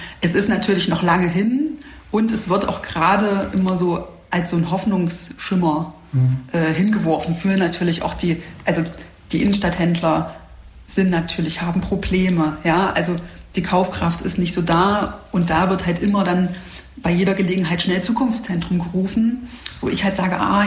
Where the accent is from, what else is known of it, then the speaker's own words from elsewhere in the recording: Halle, Saxony-Anhalt, Germany; Die Sache mit den Hotels ist auch wieder was man als Hallenser ja gar nicht so mitbekommt